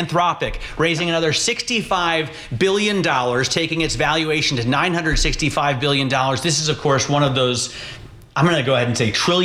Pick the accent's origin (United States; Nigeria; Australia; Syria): United States; But I think as an American